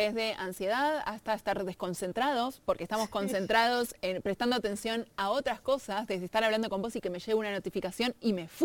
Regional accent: Wilde, Buenos Aires Province, Argentina; also born or lived in Quilmes; yo nací en un hospital acá, pero bueno, viví en Wilde

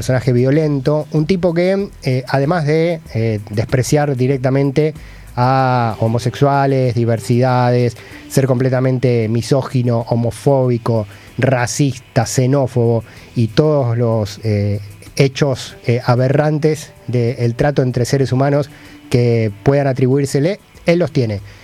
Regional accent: Argentina

